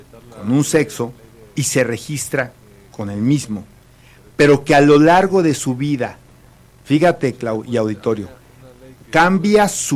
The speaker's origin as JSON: {"language": "Spanish", "region": "Querétaro", "country": "Mexico", "said": "No solamente yo, sino mi familia, mis antecesores, mis ancestros, son más queretanos que..."}